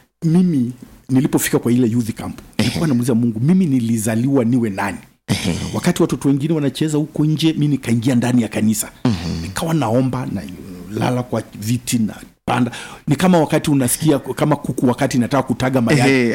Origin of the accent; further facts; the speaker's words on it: Tanzania; born there; also born or lived in Kenya; nimezaliwa Tanzania. Lakini mama tayari alishahamia Kenya na my siblings, ndugu zangu wengine.